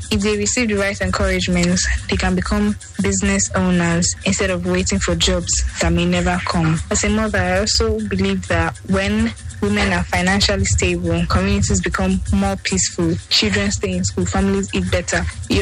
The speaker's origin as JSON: {"language": "English", "region": "Rivers", "country": "Nigeria", "said": "I am from Awada in River State. I am a mother of four and a small businesswoman."}